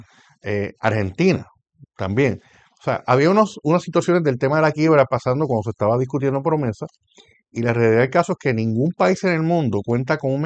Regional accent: Puerto Rico; la condición de Puerto Rico como un territorio no incorporado a Estados Unidos, que le pertenecemos a, pero no somos parte de Estados Unidos

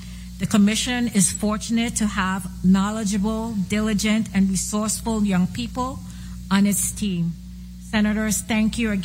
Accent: St. Thomas, U.S. Virgin Islands; I come from St. Thomas

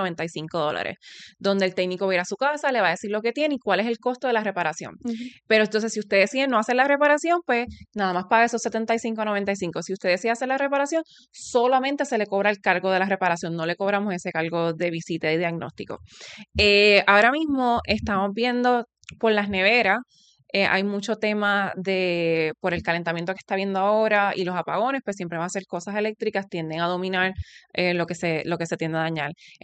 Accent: Puerto Rico; born there

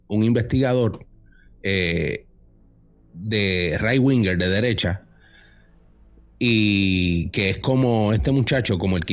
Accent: Puerto Rico; como decimos nosotros en Puerto Rico

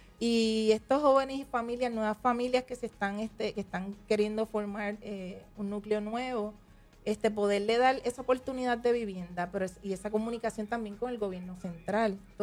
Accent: Luquillo, Puerto Rico; El hecho de yo estar con mi gente, en mi pueblo, mis padres, mi familia, quien me ha visto crecer

